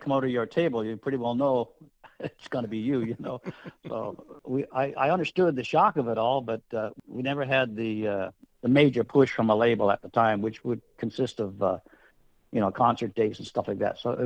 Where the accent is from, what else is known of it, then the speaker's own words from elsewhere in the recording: Terra Nova, Newfoundland and Labrador, Canada; even in Newfoundland, you know, of course, where I was born and raised in Terra Nova, we've always had fire danger out there.